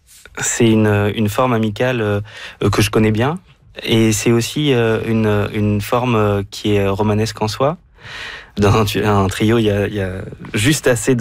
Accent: Nancy, Grand Est, France; J'ai grandi à Nancy.

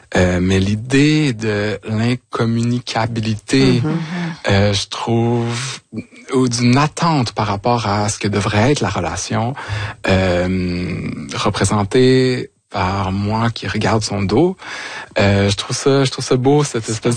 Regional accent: Vaudreuil-Soulanges, Quebec, Canada; moved away; je suis retourné dans ma région natale, c'est-à-dire Vaudreuil-Soulanges

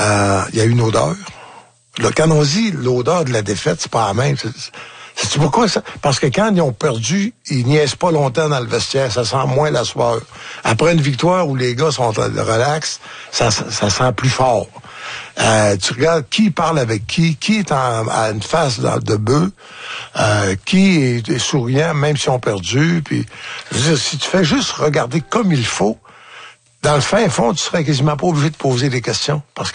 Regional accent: Saint-David-de-Falardeau, Quebec, Canada; Oui. Je viens de Falardeau.

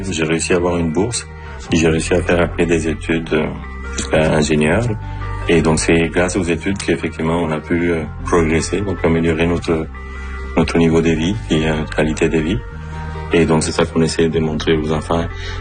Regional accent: Colombia; born there; French is a second language; Je suis né en Colombie. J'ai une famille pauvre, vraiment des villes en ville.

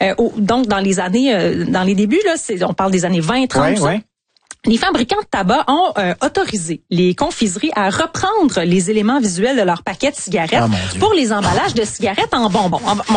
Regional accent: Canada; chez nous au Canada

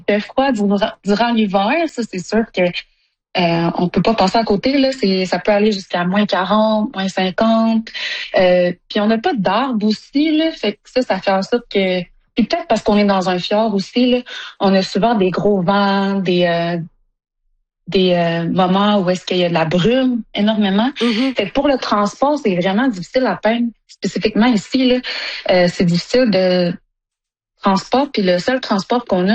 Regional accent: Sept-Îles, Quebec, Canada; moved away as an adult; now in Iqaluit, Canada; Ben moi j'ai grandi à Sept-Îles parce que j'étais avec mon père. Puis ma mère, elle vient de Iqaluit. Puis j'ai déménagé là quand j'avais 19 ans.

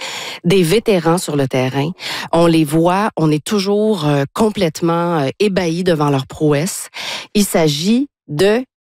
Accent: Montreal, Quebec, Canada; Oui, moi j'ai grandi à NDG et c'est là que j'ai passé une partie de mon adolescence

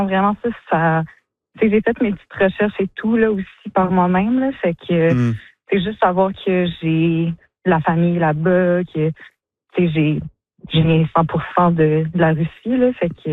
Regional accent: Quebec, Canada; mais tu sais, je me sens très québécoise, puis du Québec, mais c'est ça.

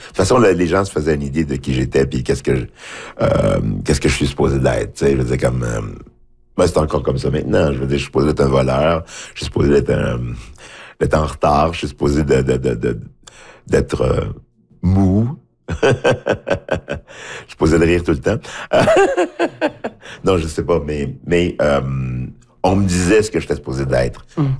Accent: Haiti; Je dis, oui, je viens d'Haïti, mais je suis en Haïti, mais qu'est-ce que ça veut dire?

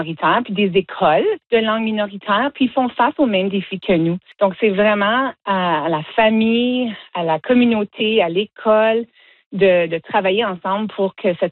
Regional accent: Canada

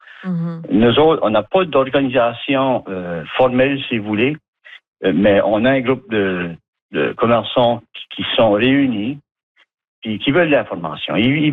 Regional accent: New Brunswick, Canada; Moi, mon héritage, c'est acadien. Mm-hmm. Je suis fier acadien. Ma famille est ici depuis 1643.

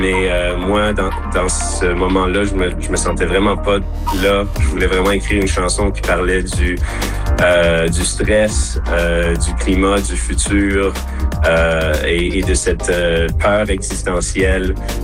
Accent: Longueuil, Quebec, Canada; Moi, j'ai grandi à Longueuil, mais j'ai des racines très fortes en Saskatchewan.

